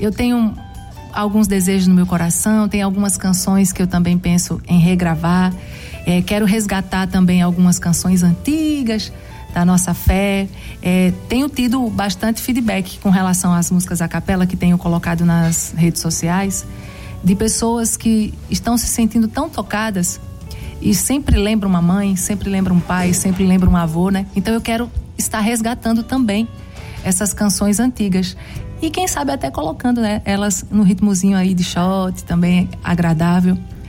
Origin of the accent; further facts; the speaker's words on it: Pernambuco, Brazil; eu sou pernambucana, não tem erro.